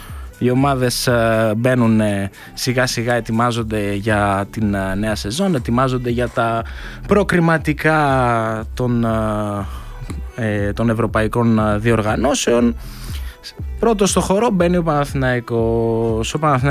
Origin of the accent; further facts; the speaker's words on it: Epirus, Greece; Και εμένα τα μέρη μου δεν είναι από τις παραλίες. Εγώ είμαι από τα βουνά της Άρτας.